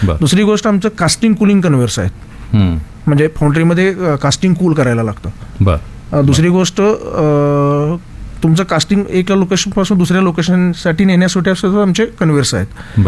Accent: Pune, Maharashtra, India

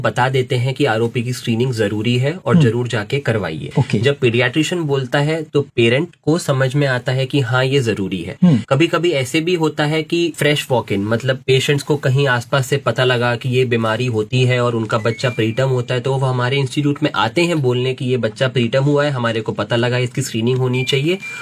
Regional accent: Moradabad, Uttar Pradesh, India; मैं मुरादाबाद का ही जन्मा हूँ 1994 में।

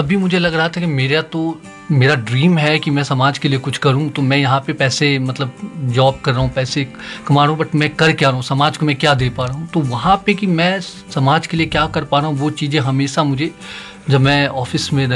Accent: Bihar, India; now in Delhi, India; मैं बिहार से बिलोंग करता हूँ, मैं जब दिल्ली आया

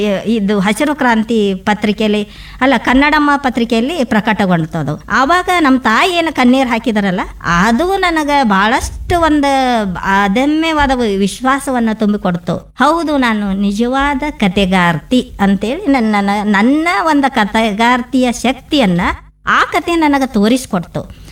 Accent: Ramdurg, Karnataka, India; born there; moved away as an adult; now in Sulebhavi, India; ನಾನು ಹುಟ್ಟಿದ್ದು ರಾಮದುರ್ಗ ಆಗಿರ್ಬೋದು, ಆದರೆ ನನ್ನ ಸಾಹಿತ್ಯ ಬೆಳೆದದ್ದು ಸುಳೇಬಾವಿಯಲ್ಲಿ ಅಂತ ಹೇಳಕ್ಕೆ ಇಷ್ಟಪಡ್ತೀನಿ

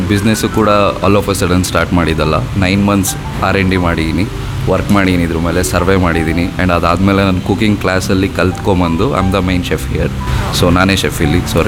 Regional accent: Shivamogga, Karnataka, India; also born or lived in Bangalore; ನಂದು ಊರು ಬಂದ್ಬಿಟ್ಟು ಶಿವಮೊಗ್ಗನೇ. ನಂದು ಪಿ ಯು ತನಕ ಇಲ್ಲೇ ಶಿವಮೊಗ್ಗದಲ್ಲೇ ಆಗಿದ್ದು. ಆದಮೇಲೆ ಹೈಯರ್ ಎಜುಕೇಷನ್ ನಾನು ಬ್ಯಾಂಗ್ಳೂರ್ಗೆ ಹೋದೆ. I work there for couple of years. ಅದಾದಮೇಲೆ ಬಿಸ್ನೆಸ್ ಸ್ಟಾರ್ಟ್ ಮಾಡ್ತೇನೆ ಮ್ಯಾಮ್ ಇಲ್ಲಿ ನಾನು.

